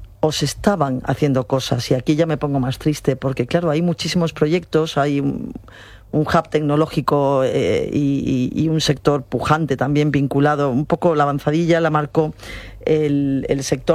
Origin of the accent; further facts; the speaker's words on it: Ceuta, Spain; No soy la única, somos muchos los ceutíes.